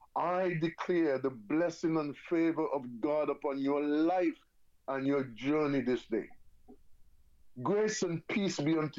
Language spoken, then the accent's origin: English; St. Kitts & Nevis; Even though I'm from St. Kitts, I love my Jamaican food.